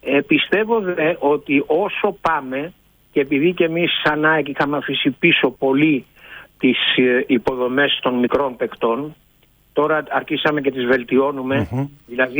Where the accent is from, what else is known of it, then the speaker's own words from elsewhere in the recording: Greece; Γιατί είμαι Έλληνας